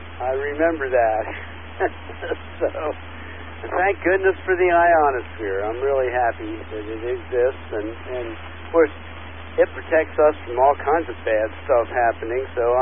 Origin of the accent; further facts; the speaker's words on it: Pennsylvania, United States; accent: Pennsylvania; moved away as an adult; now in North Carolina, United States; I'm originally from Pennsylvania. I've been here 30-some years, but I still don't have the accent. People tell me I have the Pennsylvania accent.